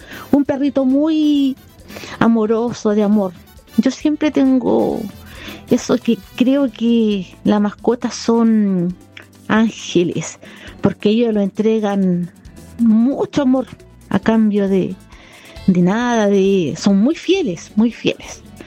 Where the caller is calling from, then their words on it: Coronel, Biobío, Chile; matinal de Radio Impacto acá en Coronel, en la comuna de Coronel, Chile.